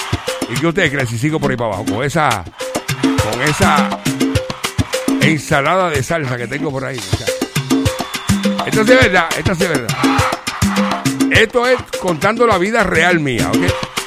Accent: Yabucoa, Puerto Rico; Yo soy de Puerto Rico, soy de Yabucoa, pero soy internacional.

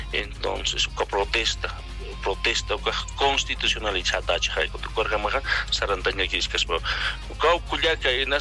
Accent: La Paz, Bolivia; Tenemos nosotros como bolivianos derechos y deberes.

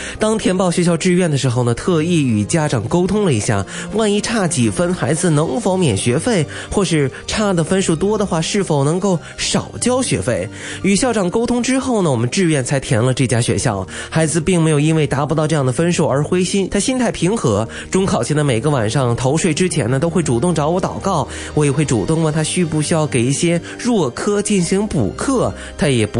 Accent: Jiangsu, China; 在我们江苏这边呢，每年一月初呢都要进行高二重要的一个所谓的合格考试。

